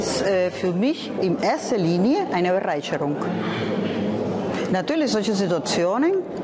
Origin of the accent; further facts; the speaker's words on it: Cuba; Also in Kuba war ich in einer Schule, in einer normalen Schule, sagen wir mal in dem gemischt mit normalem Unterricht